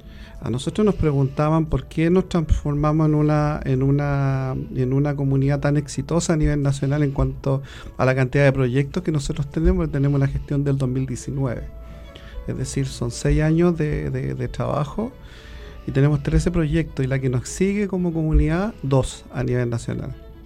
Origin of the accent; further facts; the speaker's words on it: Santiago, Santiago Metropolitan Region, Chile; now in O'Higgins Region, Chile; yo soy santiaguino de tomo y lomo. O sea, de hecho no tengo ni siquiera familia en el campo.